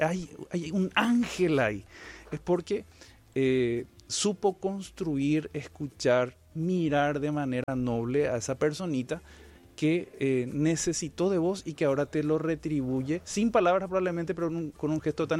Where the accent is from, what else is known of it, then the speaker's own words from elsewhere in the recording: Paraguay; donde, por ejemplo, somos guaraní hablantes o donde somos un entorno de portuñol y todas y siguen siendo tan paraguayos como nosotros, ¿verdad? Porque aman la tierra guaraní, viven en este espacio de tierra roja